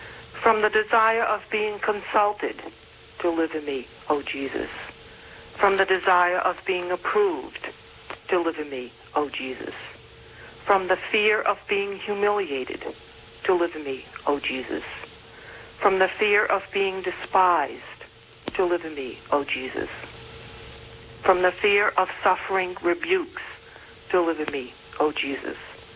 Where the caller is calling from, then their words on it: Worcester, Massachusetts, United States; Worcester, Massachusetts.